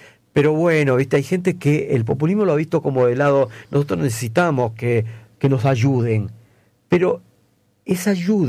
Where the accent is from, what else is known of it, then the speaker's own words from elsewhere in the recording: Peru; now in Argentina; yo soy peruano